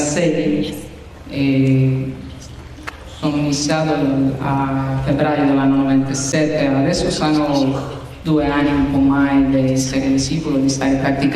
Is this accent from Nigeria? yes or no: no; Costa Rica; Italian is a second language; come lei ha detto, e sono da Costa Rica. Sono venuto qui a Roma per collaborare con un giro della maestra qui in Europa.